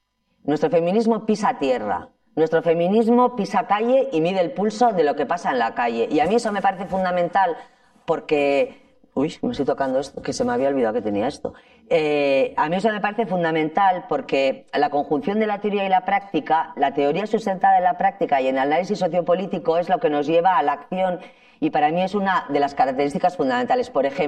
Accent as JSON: {"language": "Spanish", "town": "Ermua", "region": "Basque Country", "country": "Spain", "tie": "born or raised there"}